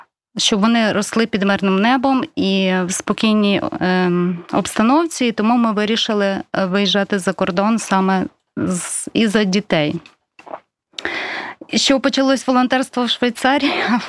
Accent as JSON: {"language": "Ukrainian", "town": "Berdychiv", "region": "Zhytomyr Oblast", "country": "Ukraine", "accent": "Berdychiv dialect, surzhyk", "said": "Він сам з Коростеня, я з Бердичева. Я хочу наперед вибачитися за свій бердичівський діалект. Такий суржик, нечисто українська"}